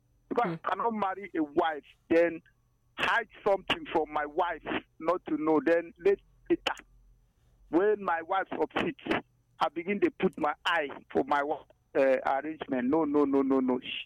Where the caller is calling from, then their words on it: Cross River, Nigeria; calling from Cross River State.